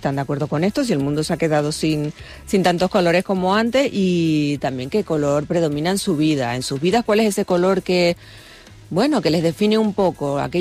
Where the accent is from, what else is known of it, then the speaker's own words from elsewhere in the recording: La Palma, Canary Islands, Spain; soy de La Palma